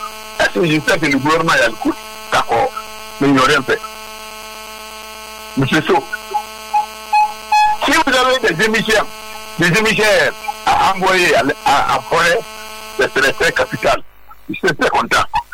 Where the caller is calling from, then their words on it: Guéckédou, Nzérékoré Region, Guinea; Je suis de Guéguerou